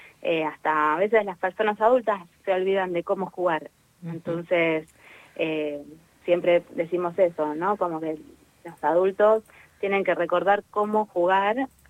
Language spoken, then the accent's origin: Spanish; Buenos Aires, Argentina; nosotros somos de Buenos Aires